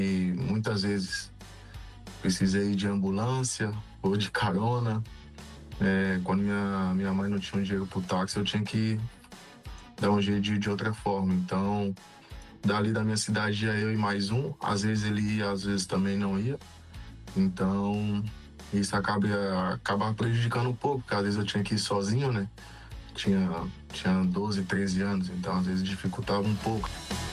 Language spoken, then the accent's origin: Portuguese; Manga, Minas Gerais, Brazil; Ainda mais eu que venho lá do interior de Minas, entendeu? E moro numa cidade muito pequena, que não me oferecia quase nada, entendeu?